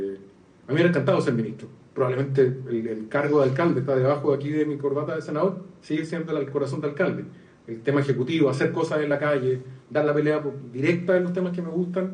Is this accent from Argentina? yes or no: no; Valparaíso, Chile; born there; also born or lived in La Florida; now in Temuco, Chile; a mi espalda está Temuco. Yo no nací acá, yo nací en Valparaíso. Fui alcalde de la Florida.